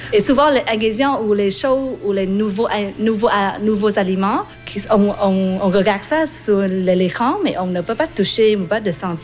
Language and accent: French; Vietnam; French is a second language; Je viens de Vietnam, mais pour l'instant, je ne travaille pas.